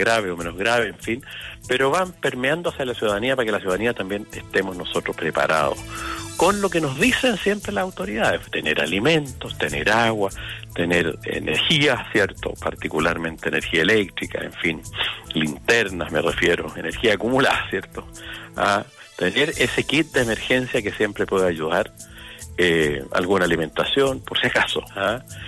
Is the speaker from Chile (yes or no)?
yes; Atacama, Chile; en esta región que tanto quiero y de donde soy.